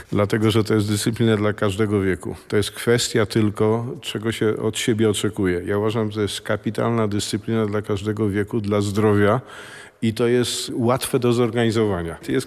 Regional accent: Kraków, Lesser Poland, Poland; Nie ukrywam, bo jestem z Krakowa, że ja to chciałem zrobić w Krakowie

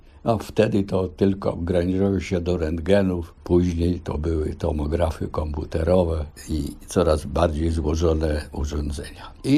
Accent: Warsaw, Masovian Voivodeship, Poland; born there; moved away as an adult; po powrocie do Warszawy mieszkaliśmy na Próżni 7, mieszkania 5.

